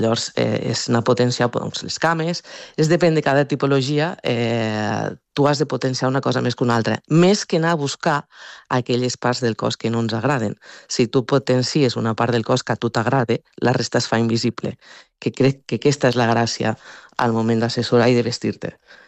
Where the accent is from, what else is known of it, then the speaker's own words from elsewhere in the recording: Mollerussa, Catalonia, Spain; jo soc del Pla d'Urgell, de les Terres de Lleida, llavors aquí és molta zona de ramaderia i agricultura.